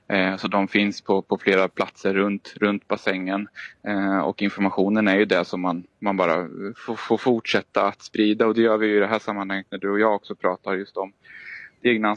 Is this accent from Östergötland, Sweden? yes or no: yes; Kolmården, Östergötland, Sweden; Jag kommer från djupaxvärlden, från Kolmården från början.